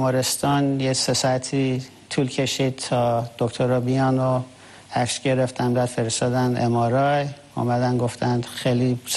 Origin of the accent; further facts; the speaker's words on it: Tehran, Tehran Province, Iran; من سال 1974 توی تهران به دنیا آمدم